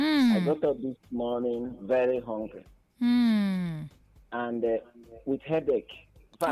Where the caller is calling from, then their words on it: Abakaliki, Ebonyi, Nigeria; Good afternoon. … I'm calling from Abakaliki.